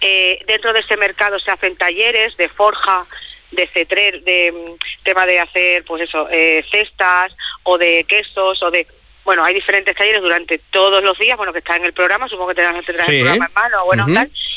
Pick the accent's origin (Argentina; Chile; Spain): Spain; Galisteo, Extremadura; Somos las mujeres de Galisteo